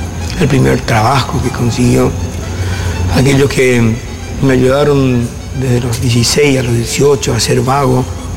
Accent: Corrientes, Argentina

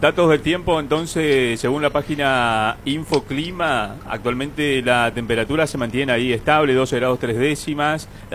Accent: General Alvear, Argentina; Sí, amigos oyentes de General. Y bueno, somos de Alvear, somos gente buena.

